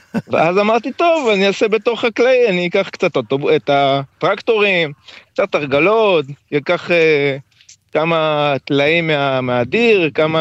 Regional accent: Ne'ot Golan, Northern District, Israel; born there; אני עוד מעט בן 50 ואני נולדתי פה, כן?

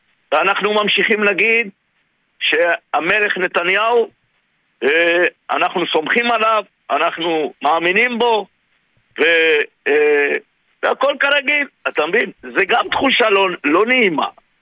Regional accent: Kiryat Shmona, Northern District, Israel; אני בן המקום, אני יליד המקום

